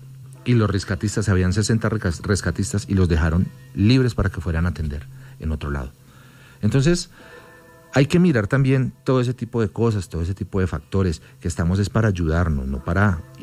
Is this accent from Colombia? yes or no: yes; Colombia; Somos colombianos, así de sencillo.